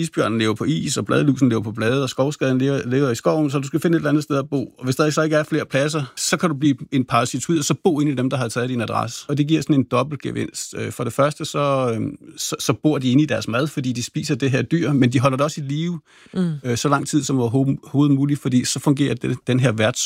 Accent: Rødvig, Zealand, Denmark; jeg voksede op nede i Rødevig, hvor jeg lå og sejlede rundt i min optimistjolle og på min windsurfer

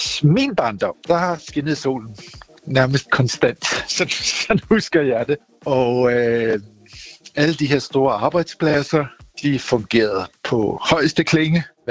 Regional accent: Lolland, Zealand, Denmark; now in Copenhagen, Denmark; Jeg har haft min barndom på Lolland, og er så flyttet til København.

